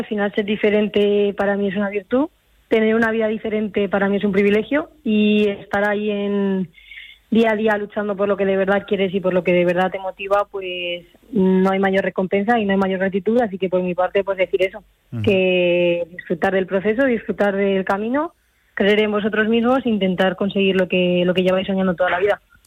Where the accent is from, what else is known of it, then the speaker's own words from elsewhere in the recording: Cuenca, Castilla-La Mancha, Spain; moved away; Para nosotros Cuenca es Cuenca y por mucho que no entrenemos aquí o que no estemos aquí, pues al final las raíces son las raíces